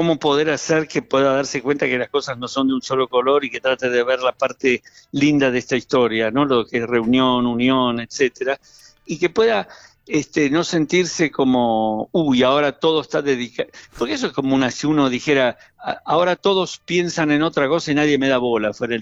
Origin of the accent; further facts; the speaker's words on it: Argentina; soy argentino yo también